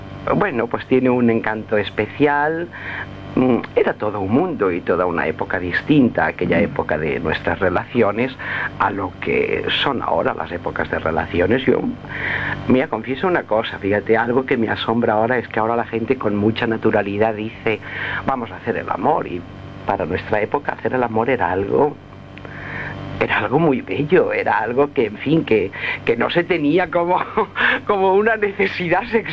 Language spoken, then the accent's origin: Spanish; Alcoy, Valencian Community, Spain; now in Madrid, Spain; de pequeña aquí en Alcoy